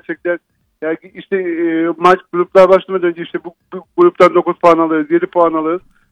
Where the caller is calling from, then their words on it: Ankara, Turkey; Ankara'dan arıyorum.